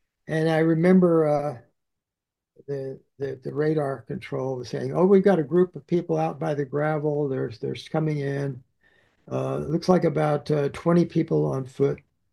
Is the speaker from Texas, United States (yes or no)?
yes; Texas, United States; Yes, I did grow up in Texas. So I have this Texas background, the West, freedom, riding horses.